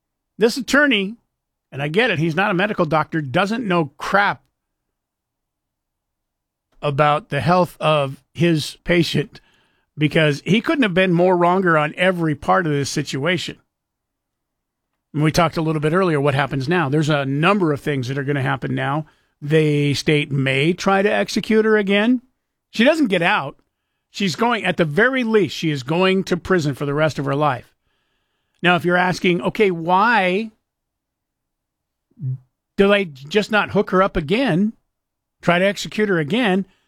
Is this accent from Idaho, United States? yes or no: yes; Moscow, Idaho, United States; born there; now in Treasure Valley, United States; I was born in Moscow.